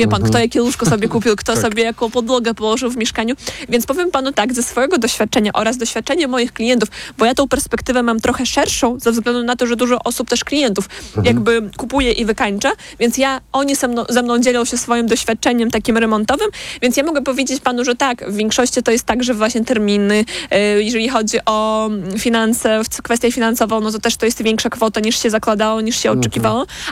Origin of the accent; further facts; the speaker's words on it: Belarus; Polish is a second language; now in Poland; ja jestem Białorusinką